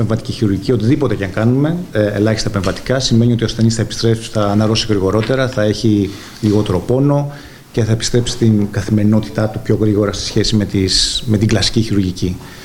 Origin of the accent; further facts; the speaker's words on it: Lesbos, North Aegean, Greece; moved away; από την πατρίδα μου